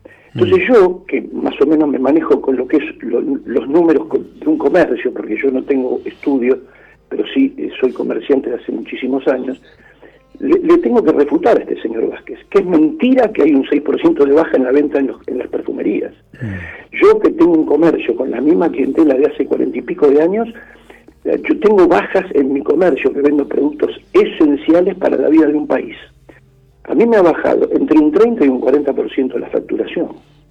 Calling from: Buenos Aires, Argentina; Yo soy del barrio de Almagro

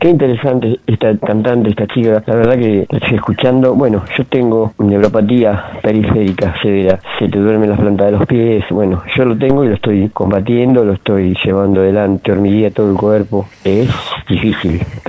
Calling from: Buenos Aires, Argentina; de San Cristóbal.

